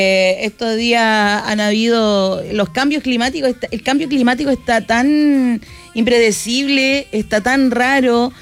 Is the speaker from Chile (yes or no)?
yes; Chile; Pero nosotros somos así, los chilenos lamentablemente somos totalmente descuidados